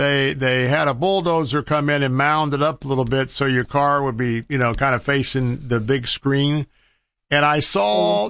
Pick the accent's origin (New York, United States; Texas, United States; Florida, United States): Florida, United States; Tampa; I was born and raised in Tampa. I'm very, very aware of our traffic increases.